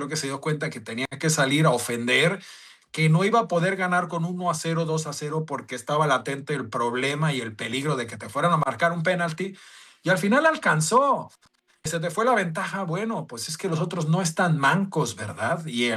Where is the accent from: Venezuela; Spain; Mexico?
Mexico; Guadalajara, Jalisco; Pumas y el Chivas es el equipo de mi padre, de mi abuela era también, y yo soy de Guadalajara.